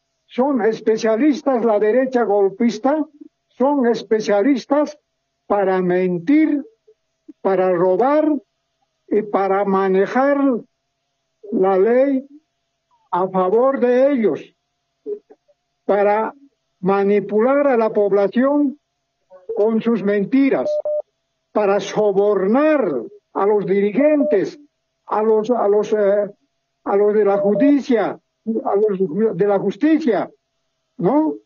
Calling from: La Paz, Bolivia; Soy de La Paz

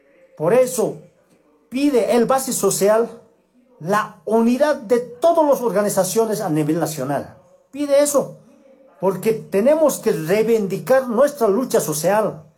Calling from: Bolivia; Como pueblo boliviano, tenemos que ser respetados. A través de la Constitución Política del Estado, tenemos derecho nosotros como gente campesina.

